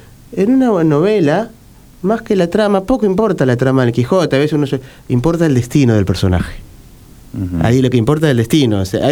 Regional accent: Argentina

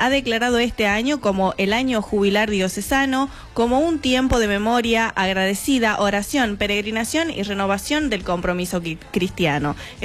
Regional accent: Salta, Argentina; Soy de Salta

